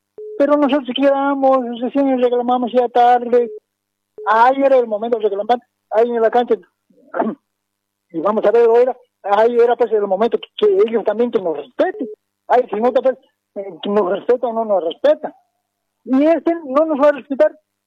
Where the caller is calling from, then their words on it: Bolivia; Te llamo departamento de Denia